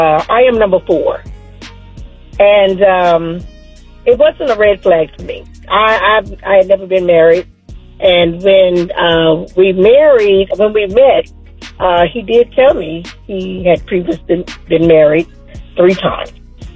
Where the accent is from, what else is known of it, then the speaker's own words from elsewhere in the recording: Virginia, United States; I'm from Virginia.